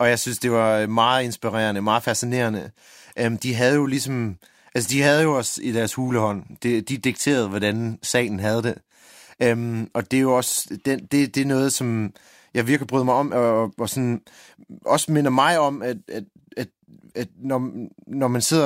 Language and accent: Danish; Ireland; Jeg kan huske som barn, da jeg voksede op i Irland, det var noget, min mor også introducerede for.